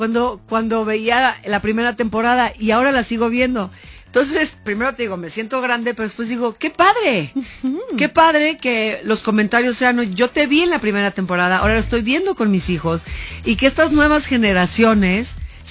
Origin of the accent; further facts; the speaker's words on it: Mexico; Y así somos los mexicanos